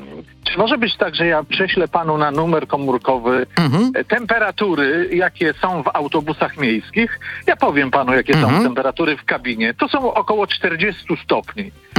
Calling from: Warsaw, Masovian Voivodeship, Poland; czyli Warszawa

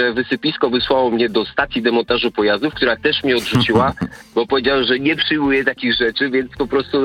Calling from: Tricity, Pomeranian Voivodeship, Poland; Dzwonię ze Słonecznego Trójmiasta

